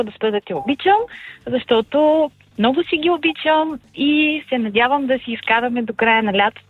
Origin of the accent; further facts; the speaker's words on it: Gorna Oryahovitsa, Veliko Tarnovo Province, Bulgaria; now in Varna, Bulgaria; живея във Варна. Към момента пътуваме с моята половинка и синът ми към моят роден град, Горна Оряховица.